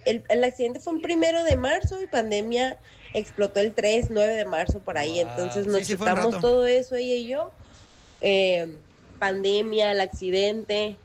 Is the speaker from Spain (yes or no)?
no; Sonora, Mexico; Se vino de Sonora, yo soy de Sonora.